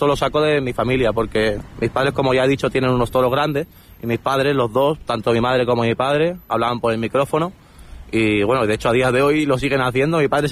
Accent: Catalonia, Spain; Mira, yo soy gitano, español y catalán.

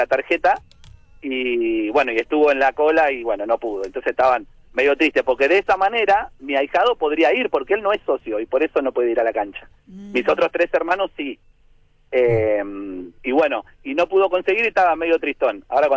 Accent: Villa Ballester, Buenos Aires Province, Argentina

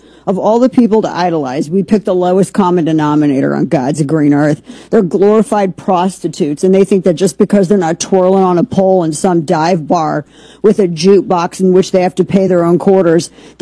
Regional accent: United States; the reason being is because I'm an American. It's plain and simple. And I'm an American, so that's why.

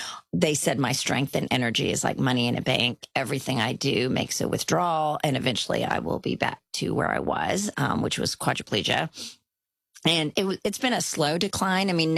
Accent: India; born there; I was born in India. And when I was 3 months old, I contracted polio.

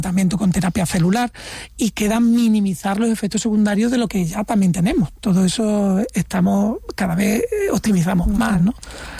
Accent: Extremadura, Spain; also born or lived in Córdoba; now in Málaga, Spain; Bueno, yo soy extremeño, realmente.

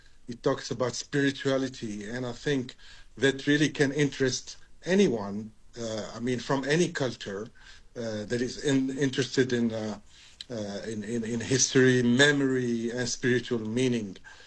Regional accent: Tunisia; English is a second language; now in South Africa; So as a Tunisian doctor, because I come from Tunisia, North Africa

